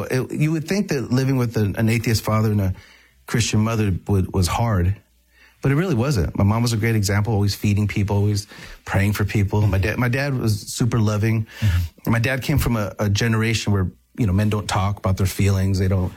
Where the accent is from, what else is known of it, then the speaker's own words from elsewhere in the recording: Tecumseh, Michigan, United States; So, I was born in Michigan in a really small town called Tecumseh, Michigan, not far from here.